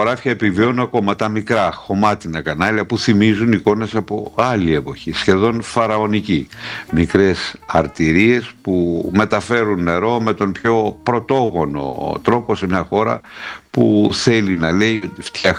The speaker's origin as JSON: {"language": "Greek", "town": "Arta", "region": "Epirus", "country": "Greece", "tie": "born or raised there", "said": "η πατρίδα μου, η μικρή μου πατρίδα, η Άρτα."}